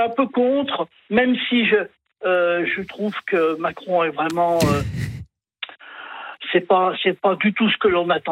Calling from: Évian-les-Bains, Auvergne-Rhône-Alpes, France; Évian-les-Bains.

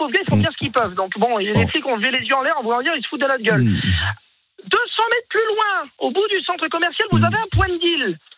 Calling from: Lagny-sur-Marne, Île-de-France, France; Je vis à Lagny-sur-Marne, juste à côté de chez vous.

